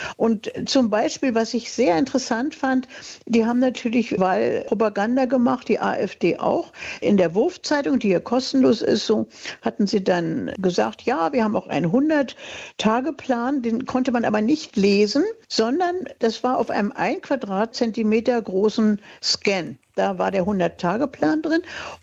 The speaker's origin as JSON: {"language": "German", "region": "Berlin", "country": "Germany", "moved": "yes", "said": "Ich bin ja eine Berlinerin"}